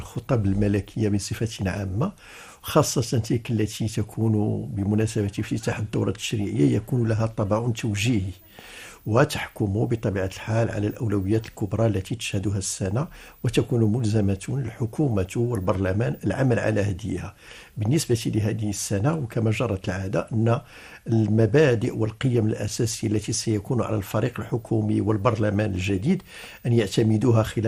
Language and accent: Arabic; Morocco; عندنا في المغرب